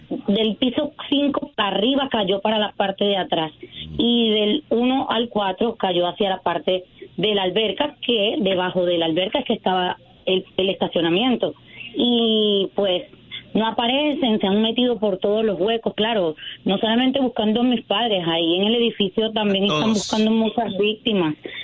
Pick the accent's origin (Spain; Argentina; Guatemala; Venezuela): Venezuela; moved away; 11 años que salí de Venezuela, me vine a estudiar acá, estudié inglés